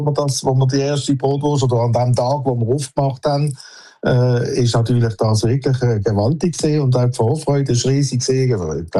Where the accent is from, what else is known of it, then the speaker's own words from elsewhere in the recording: Switzerland; moved away; ich bin halt ein Schweizer